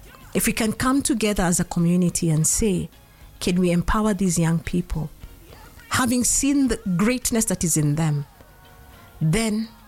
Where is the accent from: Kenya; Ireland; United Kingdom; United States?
Kenya; also born or lived in Kisumu